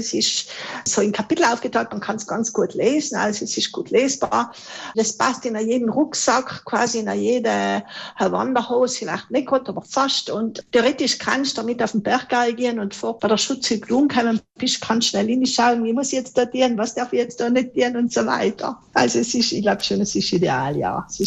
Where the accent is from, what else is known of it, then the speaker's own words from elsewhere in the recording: Kastelruth, Trentino-Alto Adige, Italy; moved away as an adult; now in Innsbruck, Austria; ich stamme aus Kastelwood. Übrigens bin Jahrgang 63, war also heuer 63.